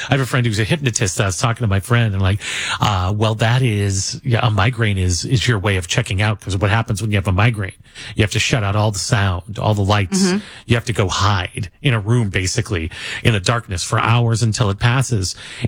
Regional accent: St. Louis, Missouri, United States; I grew up in St. Louis and not a great neighborhood.

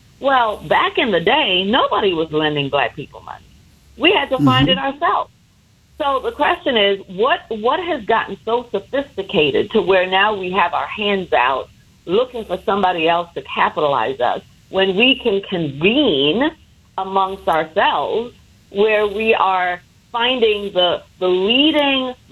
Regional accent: Jamaica; moved away; I remember growing up in Jamaica

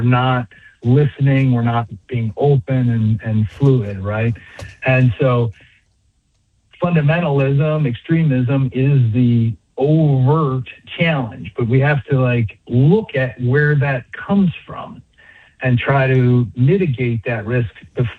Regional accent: United States; Well, we are all, we kind of take for granted that we're American. I was raised evangelical Christian, right?

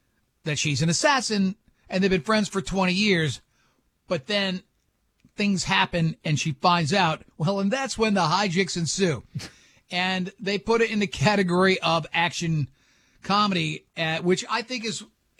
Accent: United States; I said Whittingham because I'm an American idiot.

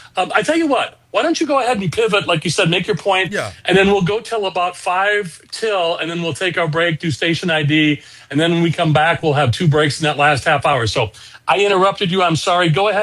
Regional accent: Castalia, Iowa, United States; also born or lived in Postville; He's from Waukon, Iowa. I'm from Castalia, Postville.

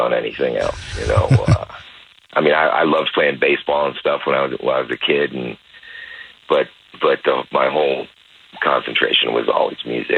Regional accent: Pennsylvania, United States; moved away; also born or lived in Connecticut; I was living in Connecticut at that point. I grew up in Pennsylvania, but then I was living in Connecticut and had been up there for a few years.

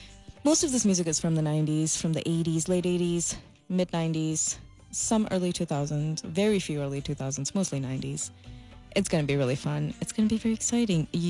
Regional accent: Kerala, India; now in Pittsburgh, United States; I am Malayali. I'm from the South Indian state called Kerala.

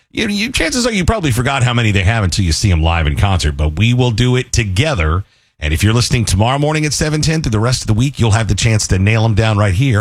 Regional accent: Midwest, United States; I grew up in the Midwest.

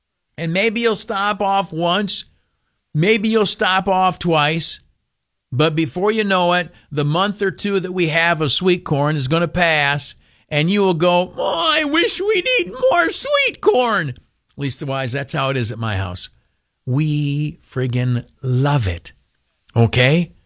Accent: United States; I'm an American. I'm a veteran of the Army.

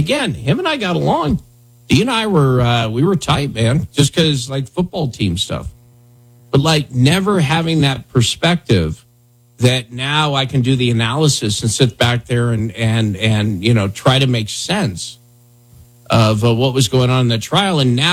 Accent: Wyoming, United States; It was one of those things growing up in Wyoming.

